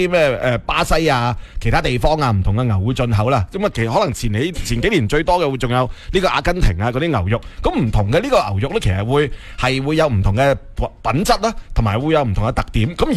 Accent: Guangdong, China; 咁但系其实对于我哋广东人嚟讲影响唔大嘅

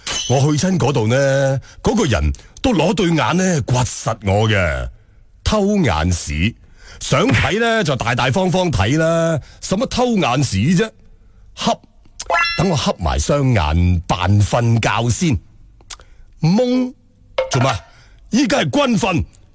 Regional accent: Guangzhou, Guangdong, China; accent: Guangzhou Cantonese; 呢点呢同我哋广州话讲嘅咪就好唔一样。

